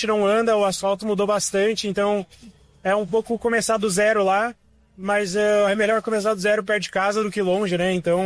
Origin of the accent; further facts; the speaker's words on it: Santa Cruz do Sul, Rio Grande do Sul, Brazil; moved away; Eu nasci em Santa Cruz e cresci lá. Então, mesmo que hoje eu não seja mais morando lá